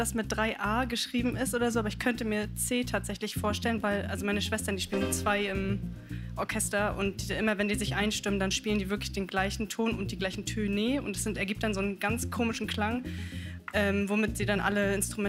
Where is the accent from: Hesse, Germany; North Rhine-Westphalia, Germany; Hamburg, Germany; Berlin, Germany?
Hamburg, Germany; Ich komme hier aus Hamburg.